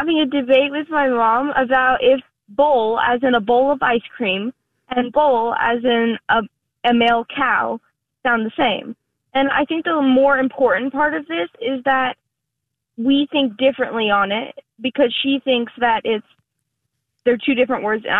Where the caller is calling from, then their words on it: Maryville, Missouri, United States; Hello. Yes … I'm calling from Maryville, Missouri.